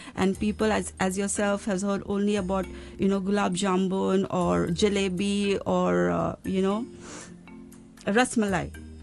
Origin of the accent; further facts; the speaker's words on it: India; So for me as an Indian, if I'm not grown up eating butter chicken every day or a naan every day.